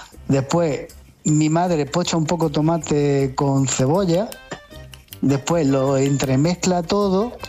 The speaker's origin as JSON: {"language": "Spanish", "town": "Pozo Alcón", "region": "Andalusia", "country": "Spain", "tie": "born or raised there", "said": "Eso mi mujer, cuando vamos a mi pueblo, Pozalcón, flipa con la ensalada."}